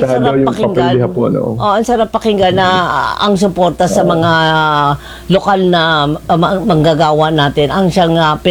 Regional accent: Parañaque, Metro Manila, Philippines; Ako taga-Parañaque. Sa Parañaque.

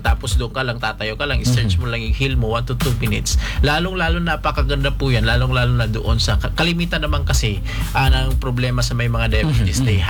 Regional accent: Mindanao, Philippines

